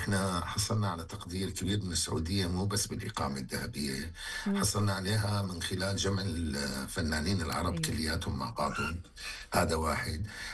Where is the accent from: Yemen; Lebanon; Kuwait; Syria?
Syria; أنا سوري, عايش بسوريا, جنسيتي عراقية, معي إقامة ذهبية بالسعودية